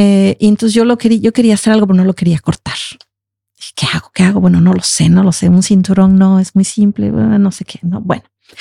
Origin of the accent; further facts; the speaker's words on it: Veracruz, Mexico; recordé que en México, en la región de donde yo vengo, hubo esclavos africanos en Veracruz, ¿no? Incluso hay un pueblo que se llama Yanga, que fue el primer pueblo libre de esclavitud en América.